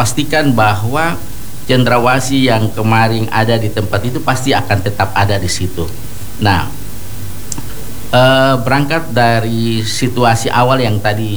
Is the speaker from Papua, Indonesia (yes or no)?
yes; Papua, Indonesia; diri kita sebagai orang Papua yang ada di atas tanah ini